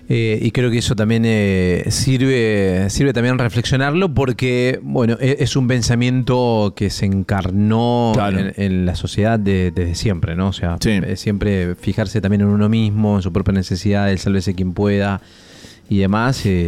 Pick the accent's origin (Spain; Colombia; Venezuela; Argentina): Argentina